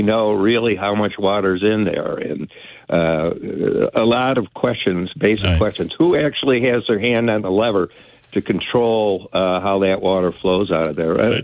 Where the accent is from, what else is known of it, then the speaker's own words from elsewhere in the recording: Newport, New York, United States; I've lived on the creek my whole life. I'm from Newport.